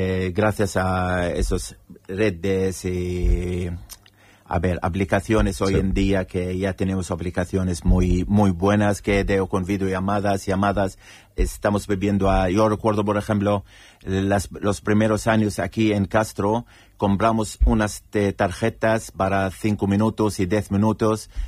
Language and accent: Spanish; Bethlehem, West Bank, Palestine; Yo soy de Belén, por ejemplo.